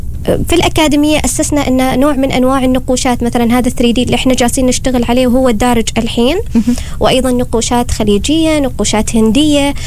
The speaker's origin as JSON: {"language": "Arabic", "country": "Oman", "said": "خصوصا عندنا في عمان. يعني في عمان عندنا الحنة مرغوب بدرجة كبيرة"}